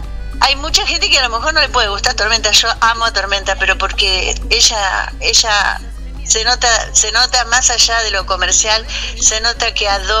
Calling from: Carcarañá, Santa Fe, Argentina; de Carcarañá.

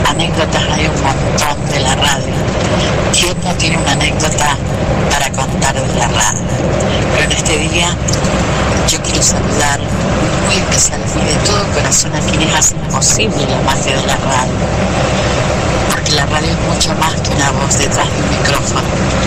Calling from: San Luis, Argentina; de San Luis

